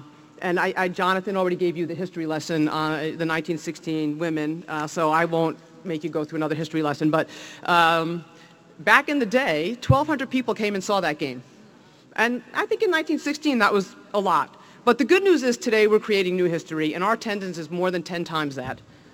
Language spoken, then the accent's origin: English; New Jersey, United States